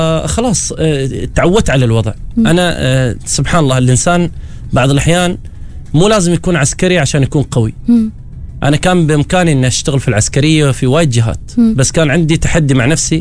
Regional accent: Qatar; also born or lived in Oman; فبعد ما انتقلوا من السعودية إلى عمان المصنعة أنا الوحيد اللي كنت مواليد عمان. يعني أنا انولدت في عمان، من بعد ما انولدت في عمان عشت فيها فترة بسيطة، انتقلت مع الوالد، والد كان يشتغل في الخليج

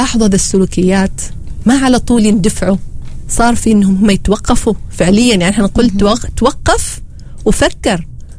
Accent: Oman; احنا عندنا في عمان وفي دول الخليج

